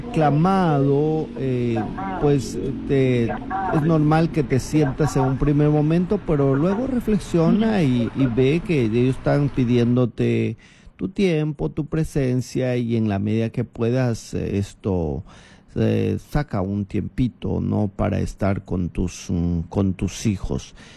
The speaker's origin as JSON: {"language": "Spanish", "region": "Cajamarca", "country": "Peru", "tie": "born there", "said": "Cajamarca, mi tierra querida, la tierra donde yo nací, por más lejos que yo me encuentre, jamás te olvidaré."}